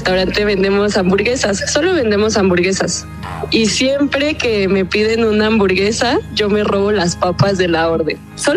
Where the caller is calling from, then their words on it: Mexico City, Mexico; De Ciudad de México.